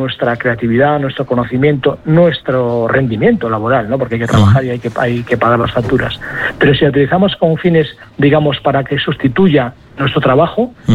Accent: Galicia, Spain; me acuerdo paseando por la playa allí en Galicia, en mi tierra

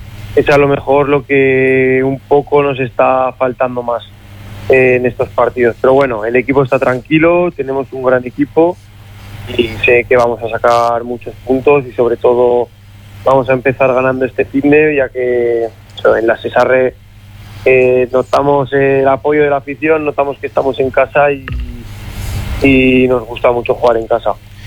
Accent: Zaragoza, Aragon, Spain; soy de Zaragoza y el año pasado fiché por el Baracaldo

